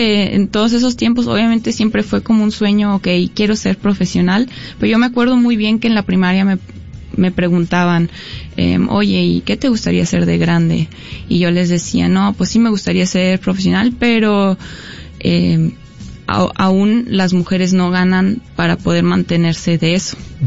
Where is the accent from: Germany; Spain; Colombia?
Germany; born or raised there